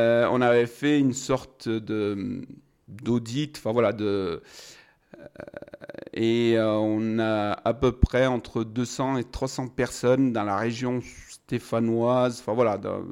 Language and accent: French; Kosovo; now in Saint-Étienne, France; je viens pas de Bosnie, je suis bosniaque du Kosovo.